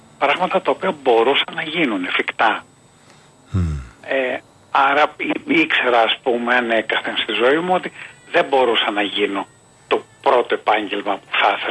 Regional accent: Greece

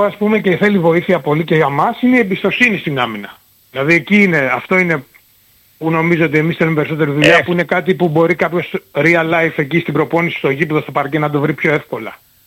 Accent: Greece; Και για μας και σαν Έλληνες

